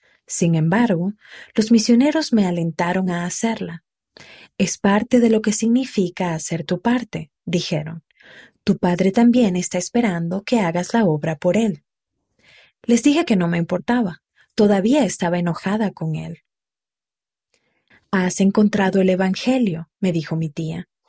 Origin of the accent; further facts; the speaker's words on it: Matagalpa, Nicaragua; born there; Poco tiempo después, nací en Matagalpa, Nicaragua.